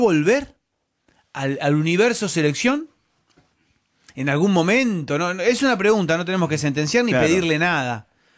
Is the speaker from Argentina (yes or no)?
yes; Argentina; Porque eso también un poquito somos los argentinos, ¿no?